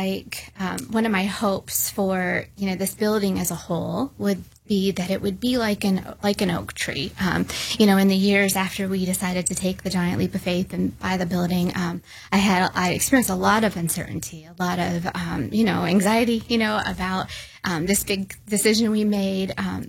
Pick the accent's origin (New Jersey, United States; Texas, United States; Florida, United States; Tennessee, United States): Florida, United States; I remember as a kid growing up in Florida, I didn't really like them.